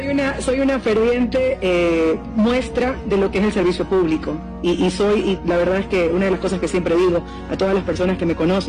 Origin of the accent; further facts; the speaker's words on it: Guayaquil, Guayas, Ecuador; Yo soy guayaquileña